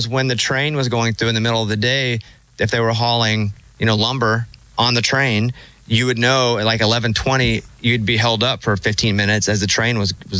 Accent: Mountain Pine, Arkansas, United States; moved away; Why did you go to my hometown

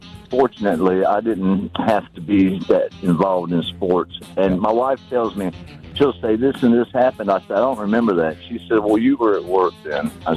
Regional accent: Sanford, Florida, United States

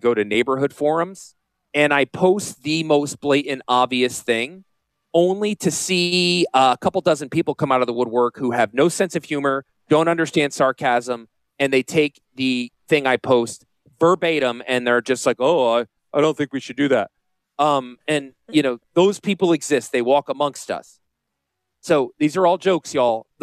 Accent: Connecticut, United States; also born or lived in Philadelphia / Utah; I am a damn Yankee. Born and raised in Connecticut, went to school in Philly, moved to Utah. I've been in the South longer than I lived in the North.

